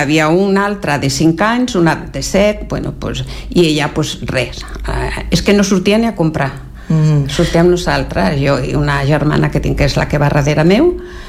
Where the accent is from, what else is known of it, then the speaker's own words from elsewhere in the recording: Puente Genil, Andalusia, Spain; born there; dos barris, un que és d'on jo vaig néixer, que abans pertanyia a Sevilla, que es diu Miragenil. I jo vaig néixer a Miragenil.